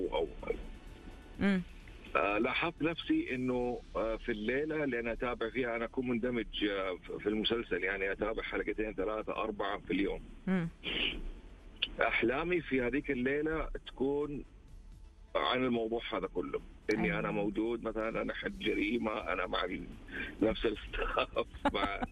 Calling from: Jeddah, Makkah Province, Saudi Arabia

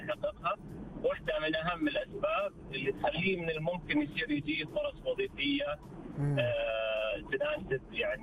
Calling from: Eastern Province, Saudi Arabia; من الشرقية.

